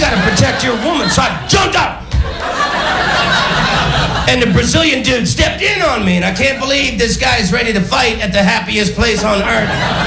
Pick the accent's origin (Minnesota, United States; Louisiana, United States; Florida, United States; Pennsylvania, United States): Florida, United States; Orlando; But I'm from Orlando, Florida, which is a really cheesy place to be from.